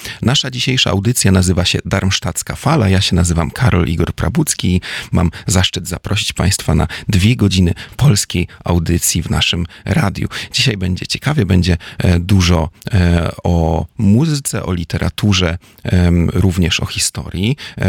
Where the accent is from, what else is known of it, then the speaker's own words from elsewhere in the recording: Gdańsk, Pomeranian Voivodeship, Poland; Ich komme auch selbst aus Danzig, deswegen freue ich mich schon auf das Gespräch.